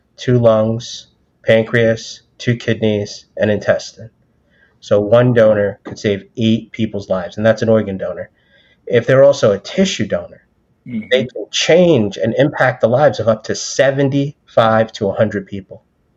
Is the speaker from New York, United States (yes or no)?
yes; New York City, New York, United States; I'm a New Yorker, born and raised out of Brookdale in Brooklyn